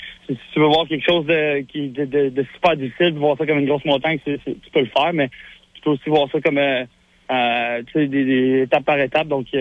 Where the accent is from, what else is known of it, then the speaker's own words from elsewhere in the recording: Bécancour, Quebec, Canada; moved away as an adult; also born or lived in Trois-Rivières; now in Quebec City, Canada; C'est un peu plus à Saint-Grégoire où j'ai grandi.